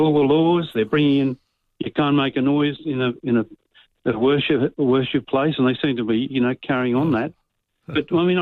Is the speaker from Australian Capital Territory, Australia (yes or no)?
yes; Canberra, Australian Capital Territory, Australia